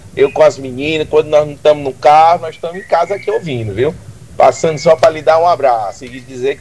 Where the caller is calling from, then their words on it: Teresina, Piauí, Brazil; Tô falando aqui de Teresina.